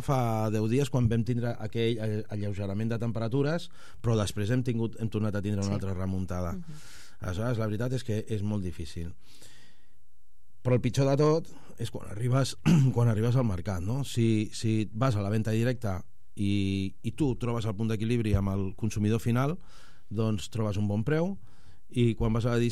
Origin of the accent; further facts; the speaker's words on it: El Prat de Llobregat, Catalonia, Spain; plantem perquè som del Prat